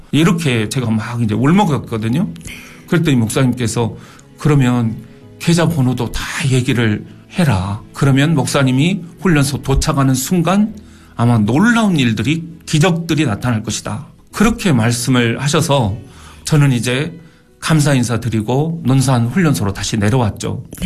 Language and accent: Korean; Haenam, South Jeolla, South Korea; 저는 극동방송이 제가 이제 땅끝에서 태어났거든요.